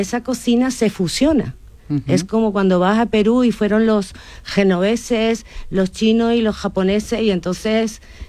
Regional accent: Andalusia, Spain; born there; moved away as an adult; also born or lived in Caracas, Venezuela; now in Madrid, Spain; No, yo nací en Andalucía uh-huh. y me casé y me fui cuando tenía 22 añitos para Venezuela. Y ahí han nacido mis dos hijos y ahí he vivido pues más de la mitad de mi vida.

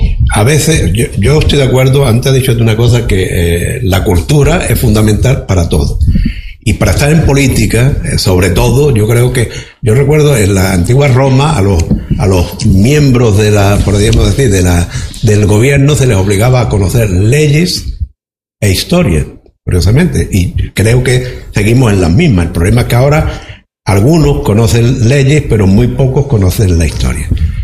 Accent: Spain; La inteligencia nuestra, nuestra como español, como Estado, ¿no?

